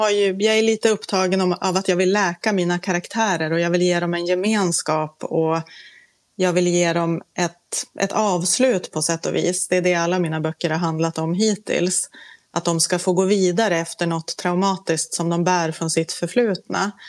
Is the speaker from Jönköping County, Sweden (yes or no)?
no; Holmsund, Västerbotten County, Sweden; Jag är uppvuxen i Holmsund